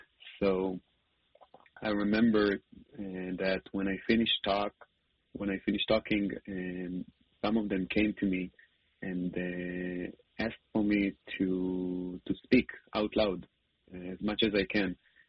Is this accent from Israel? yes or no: yes; Holon, Tel Aviv District, Israel; to the club that he goes in Holon, my hometown.